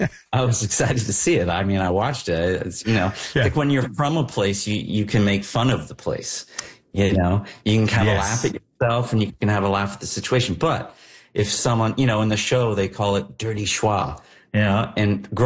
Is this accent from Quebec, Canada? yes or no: no; Oshawa, Ontario, Canada; moved away; we always said we were from Oshawa.